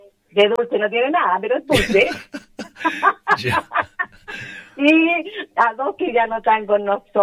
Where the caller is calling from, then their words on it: Chile; De acá, de Coronel Marzán, de Las Torres